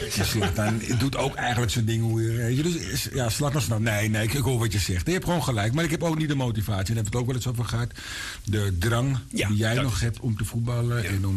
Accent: Amsterdam, North Holland, Netherlands; Ik ben geboren en getogen in de Bijl, maar ik heb alle pleintjes in Amsterdam gehad.

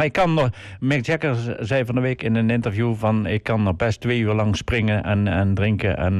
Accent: North Brabant, Netherlands; accent: plat Brabants; first language Brabantian; Ik kan alleen maar plat Brabants en een klein beetje in Nederlands.

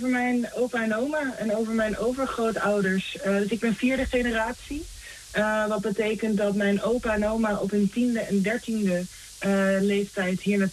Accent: Deventer, Overijssel, Netherlands; Ik kom oorspronkelijk uit Deventer.

